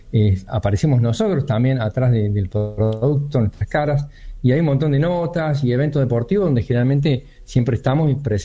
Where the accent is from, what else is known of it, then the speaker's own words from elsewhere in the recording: Argentina; El argentino en sí es resiliente, el contexto te obliga a pensar y eso nos hace únicos como argentinos, ¿no? No, yo diría como que el argentino no sabe cómo rendirse.